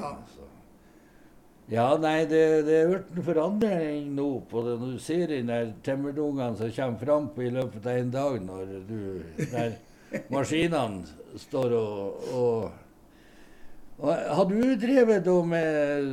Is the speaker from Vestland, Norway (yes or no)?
no; Bjerka, Nordland, Norway; jeg kommer ifra Bjerka da.